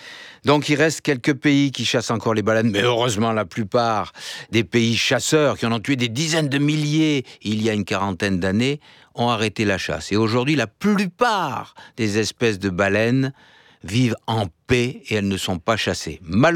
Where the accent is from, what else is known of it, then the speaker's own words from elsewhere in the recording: France; les premiers hommes, au Moyen-Âge, chez nous, en France, les baleines qui s'échouaient, on les mangeait.